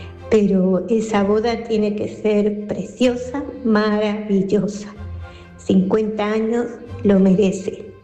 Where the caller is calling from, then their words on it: Switzerland; desde Suiza.